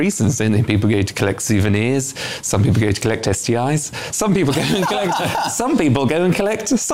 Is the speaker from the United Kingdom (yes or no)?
yes; United Kingdom; I'm typically a British